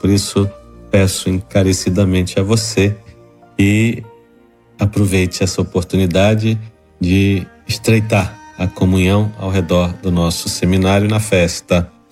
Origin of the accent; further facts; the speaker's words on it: Mendes, Rio de Janeiro, Brazil; moved away; visitar meu pai lá na minha cidade de origem, lá em Mendes